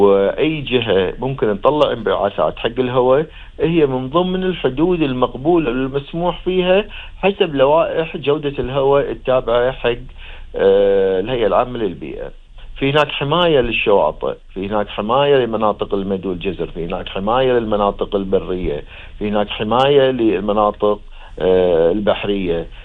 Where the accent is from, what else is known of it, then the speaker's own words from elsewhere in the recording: Kuwait; احنا عندنا بالكويت